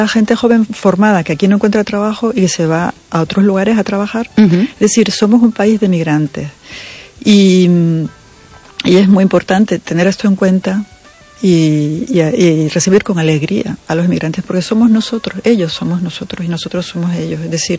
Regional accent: Spain; Yo desde luego como española me siento muy, muy orgullosa de que en mi país haya gente así en la historia

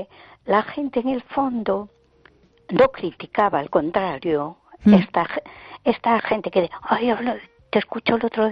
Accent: A Coruña, Galicia, Spain

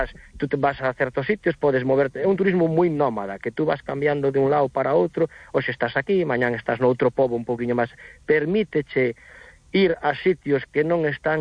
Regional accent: Redondela, Galicia, Spain; Por eu son de Redondela, saímos hacia Mellora, hacia Porto Novo, Grove, saímos por zonas cercanas.

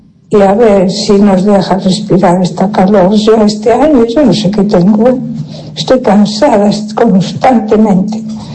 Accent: A Coruña, Galicia, Spain; de Coruña, que el otro día no lo he dicho.

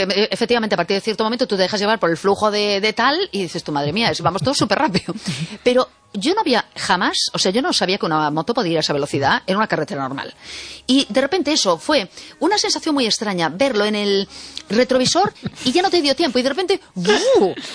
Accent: Spain; somos españoles y españolas

